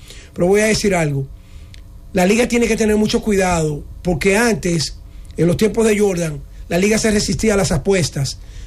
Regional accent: Dominican Republic; nosotros los dominicanos

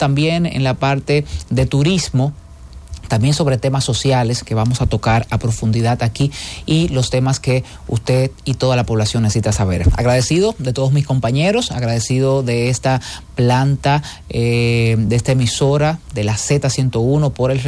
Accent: Cabrera, María Trinidad Sánchez, Dominican Republic; Cabrera, conociendo ese hermoso pueblo, mi pueblo natal

